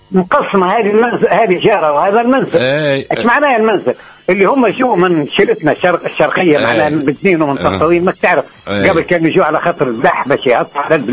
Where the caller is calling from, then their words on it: southern Tunisia, Tunisia; ما تنكرش ما تقولش إني لا مانيش من الجنوب